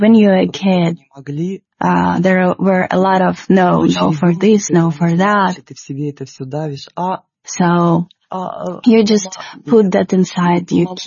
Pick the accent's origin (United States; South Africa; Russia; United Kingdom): Russia; born there; English is a second language; I have to say that I was born in Russia, and even though I'm grateful to my parents, to my mom and dad, I'm very grateful, but my childhood was tough.